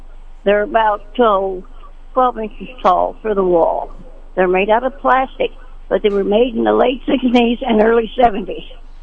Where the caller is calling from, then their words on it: Sedalia, Missouri, United States; I'm calling from Sedalia.